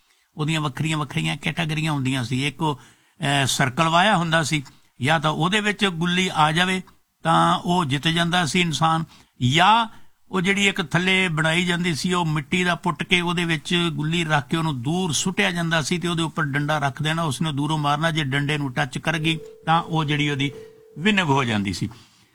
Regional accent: Punjab, India; ਵੈਸੇ ਮੇਰਾ ਬਚਪਨ ਜਿਹੜਾ ਸਾਰਾ ਉਹ ਬੀਤਿਆ ਮਾਲਵੇ ਚ, 23-24 ਸਾਲ ਦਾ ਮੈਂ ਮਾਲਵੇ ਚ ਸੀ। ਫਿਰ ਜਦੋਂ ਨੌਕਰੀ ਲੱਗੀ ਨਾ ਫਿਰ ਮੈਂ ਮੱਝ ਚ ਆਇਆ ਨੌਕਰੀ।

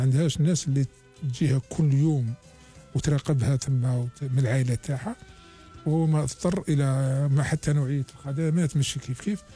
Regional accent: Algeria; وحنا جزائريين

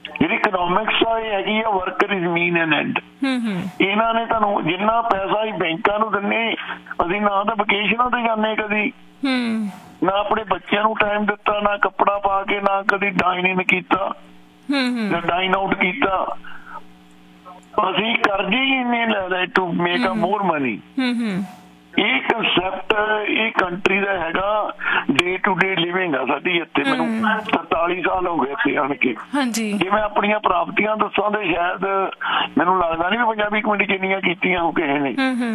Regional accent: Punjab, India; ਪਰ ਅਸੀਂ ਪੰਜਾਬ ਦੇ ਵਿੱਚ ਵੀ ਤੇ ਇੱਥੇ ਵੀ ਕਰਜ਼ਾਈ ਹੋ ਗਏ ਆ ਜੀ

